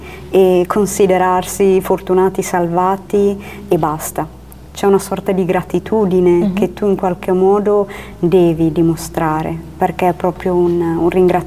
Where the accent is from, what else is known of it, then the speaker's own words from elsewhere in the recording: Ethiopia; tornare in Etiopia è stato bello perché comunque ho ritrovato la mia terra